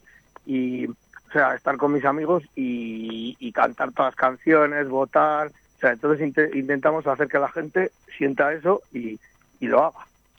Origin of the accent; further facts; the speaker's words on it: Aranda de Duero, Castile and León, Spain; porque somos de Aranda